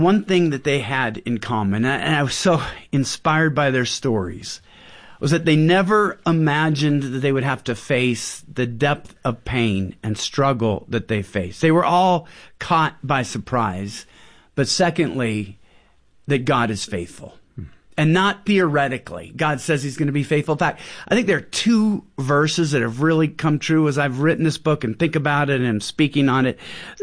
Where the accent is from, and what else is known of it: Pacific Northwest, United States